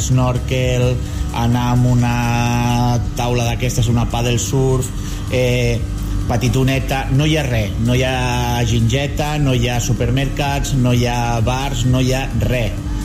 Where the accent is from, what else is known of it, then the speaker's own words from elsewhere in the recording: Badalona, Catalonia, Spain; Ei, bon dia … … de Badalona.